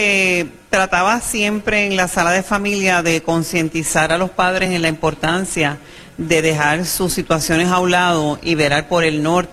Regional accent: Ponce, Puerto Rico; Ponce, mi pueblo, sí, el que me vio nacer y crecer y convertirme en una profesional.

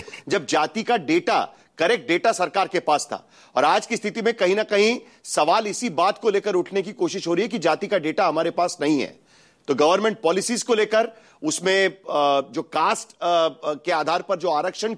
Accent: Maharashtra, India; मैं महाराष्ट्र से आता हूं

